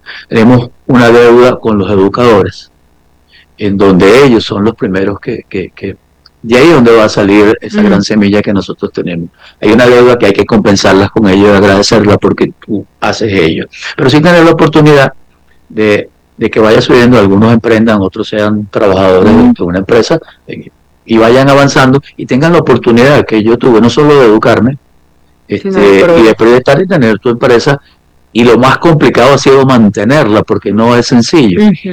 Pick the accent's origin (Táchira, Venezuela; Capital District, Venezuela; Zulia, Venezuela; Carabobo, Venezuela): Capital District, Venezuela; Caracas; born there; Yo nací en los Magallanes de Catia.